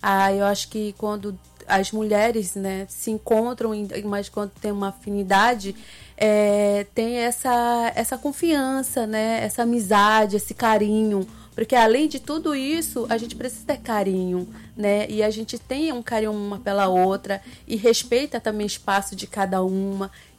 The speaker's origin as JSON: {"language": "Portuguese", "region": "Amazonas", "country": "Brazil", "first_language": "Ticuna", "second_language": "Portuguese", "said": "Eu sou do Amazonas."}